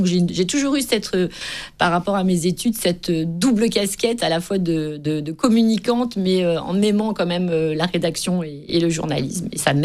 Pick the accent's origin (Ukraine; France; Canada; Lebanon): France; Pont-l'Abbé, Brittany; moved away as an adult; also born or lived in Paris; now in Côte d'Azur, France; Alors, comme je disais, je suis originaire de Bretagne. Je suis née dans le Finistère, à Pont-l'Abbé, une petite ville de Bretagne, où j'ai grandi, voilà, jusqu'à mes 18 ans. Et je suis partie ensuite sur Paris faire mes études à tout juste 18 ans.